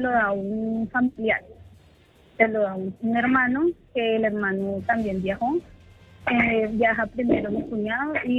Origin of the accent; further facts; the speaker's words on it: Ibagué, Tolima, Colombia; Hemos hecho plantones en Bogotá, hemos hecho acá en Ibagué, porque soy de Ibagué, hemos hecho con las madres